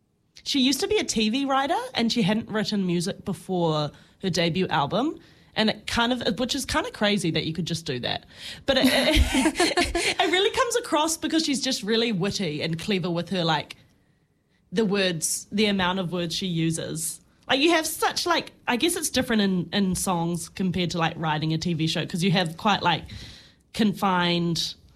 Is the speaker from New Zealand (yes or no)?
yes; New Zealand; sounds like a New Zealander.